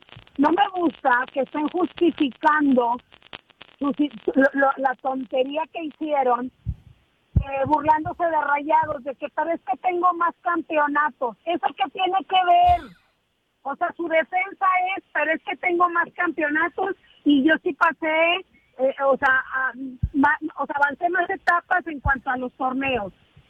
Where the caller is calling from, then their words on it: Nuevo León, Mexico; ya me va a dar vergüenza decir que soy de Nuevo León